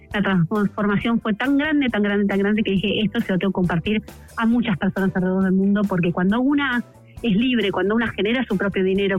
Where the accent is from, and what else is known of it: Argentina; moved away as an adult; also born or lived in England / Chile